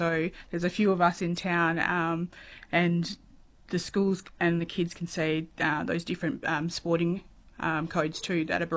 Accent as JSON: {"language": "English", "area": "Quairading", "region": "Western Australia", "country": "Australia", "tie": "born or raised there", "also_born_or_lived": "Halls Creek", "said": "Yeah, I grew up in the Wheatbelt region in WA too, so Quaritting"}